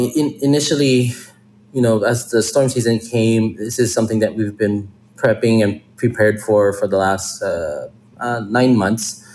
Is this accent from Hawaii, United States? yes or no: yes; Kauai, Hawaii, United States; born there; a lot of people who were born and raised on Kauai